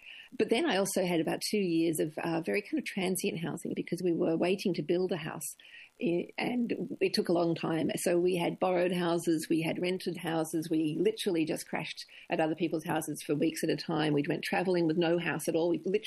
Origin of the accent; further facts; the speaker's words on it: Melbourne, Victoria, Australia; moved away as an adult; now in New South Wales, Australia; I was raised in Australia in a very kind of Englishy, intellectual, in a city kind of way.